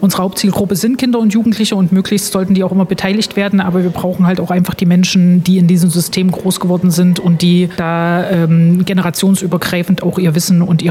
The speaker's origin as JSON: {"language": "German", "region": "East Germany", "country": "Germany", "tie": "born or raised there", "said": "Also ich bin auch in der DDR groß geworden."}